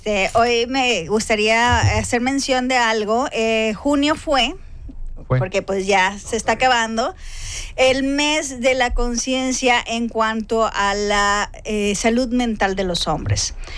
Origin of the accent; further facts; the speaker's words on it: Mexico; Dejaremos de ser mexicanos.